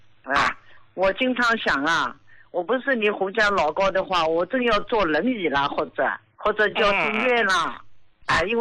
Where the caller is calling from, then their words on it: Jiangsu, China; 我今年73岁，我是江苏的。